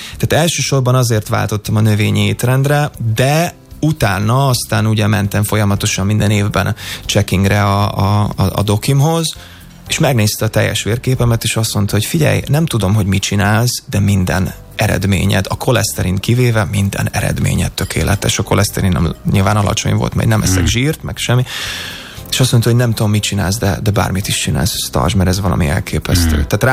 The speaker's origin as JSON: {"language": "Hungarian", "country": "Hungary", "moved": "yes", "lives_now": "Los Angeles, United States", "said": "nagyon szeretem nyilvánvalóan, hiszen azon nőttem föl a magyar kaját, rengeteget főzök, de ami fontos, hogy én közben Kaliforniában élek"}